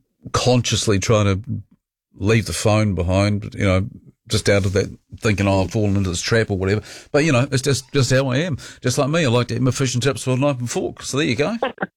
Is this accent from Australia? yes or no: no; New Zealand; I'm a Kiwi.